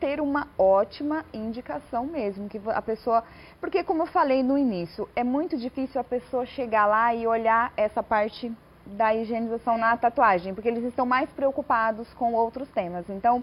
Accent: Taboão da Serra, São Paulo, Brazil; Eu sou do Taboão da Serra

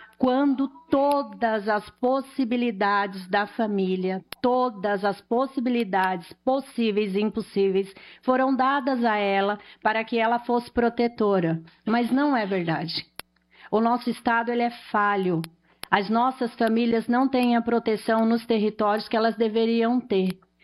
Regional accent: São Paulo, Brazil; Eu sou da região de Emboimirim

